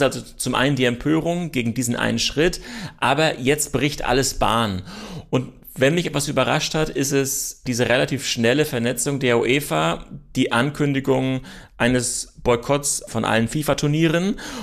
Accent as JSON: {"language": "German", "country": "Germany"}